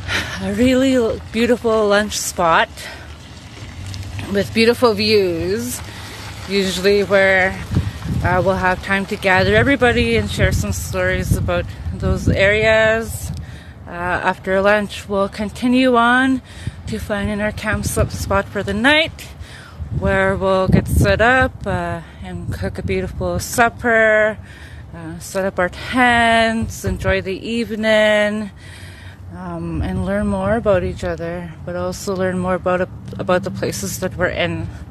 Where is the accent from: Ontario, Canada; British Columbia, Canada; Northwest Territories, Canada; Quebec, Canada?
Northwest Territories, Canada; Fort McPherson; I'm Tetlet Gwich'in, Mainan people of the Headwaters. I was raised in Fort McPherson, Northwest Territories